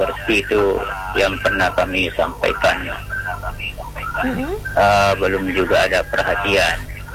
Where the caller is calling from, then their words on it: Lilirilau district, South Sulawesi, Indonesia; Di Desa Pelangiseng, Kecamatan Lilirilau, Kabupaten Sopeng.